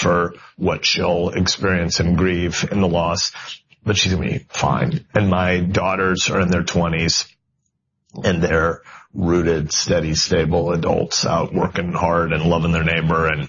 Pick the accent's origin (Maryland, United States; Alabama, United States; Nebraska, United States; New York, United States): Nebraska, United States; Fremont; also born or lived in Plainview; I was born in Plainview on the Nebraska-South Dakota border, but I lived in Fremont from age 2 on, and our home now is a mile from where I grew up.